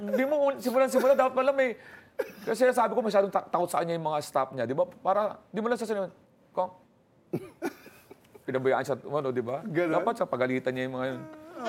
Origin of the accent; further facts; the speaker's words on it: Taguig, Metro Manila, Philippines; taga-Taguig ako, pero doon ako sa Manila, doon ako sa Paranaque.